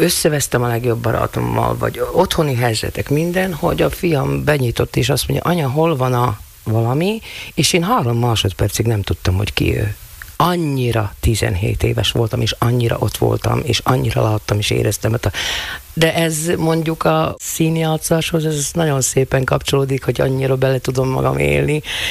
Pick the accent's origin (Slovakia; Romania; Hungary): Slovakia; Lučenec, Banská Bystrica Region; accent: Palóc; moved away as an adult; also born or lived in Bratislava; soha nem hagyom el a palócot. Mert én Palócföldön születtem, Losoncon és Ragyolci lány vagyok.